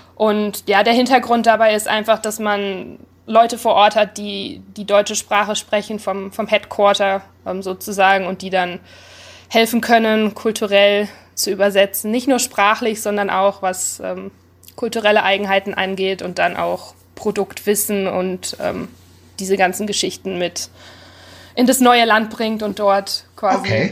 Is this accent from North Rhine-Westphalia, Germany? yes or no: yes; Duisburg, North Rhine-Westphalia, Germany; Ich bin in Duisburg aufgewachsen, in NRW.